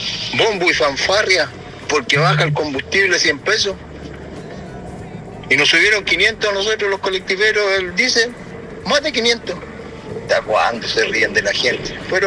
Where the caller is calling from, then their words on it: Pan de Azúcar, Coquimbo, Chile; de Pan de Azúcar.